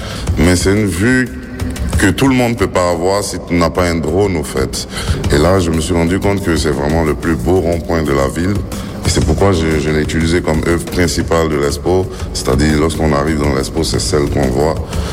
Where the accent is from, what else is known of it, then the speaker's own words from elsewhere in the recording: Abidjan, Côte d’Ivoire; now in Berlin, Germany; Quand je suis à Berlin, j'ai un regard extérieur sur mon pays, sur ma ville.